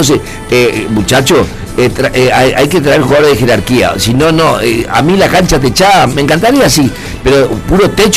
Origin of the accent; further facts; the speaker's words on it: Argentina; también somos argentinos y desconfiados. Porque el argentino es desconfiado